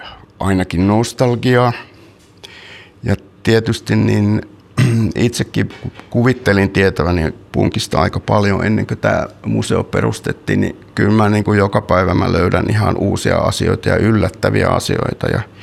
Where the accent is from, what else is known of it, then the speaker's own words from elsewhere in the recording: Suolahti, Central Finland, Finland; moved away; Mä oon kotoisin Suolahdesta, Keski-Suomesta.